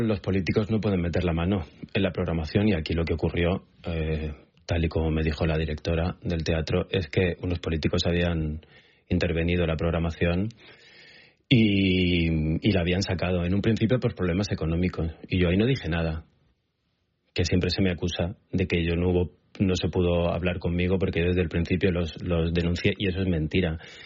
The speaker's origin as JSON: {"language": "Spanish", "country": "Spain", "said": "Yo, como cualquier español, no conocía más allá de que lo del brazo incorrupto de Santa Teresa"}